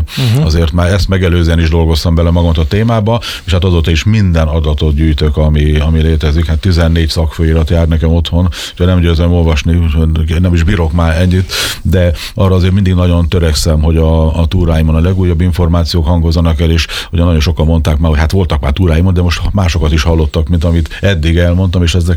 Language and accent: Hungarian; Tapolca, Veszprém County, Hungary; mivel tapolcai vagyok, tehát ott is születtem, ott is lakom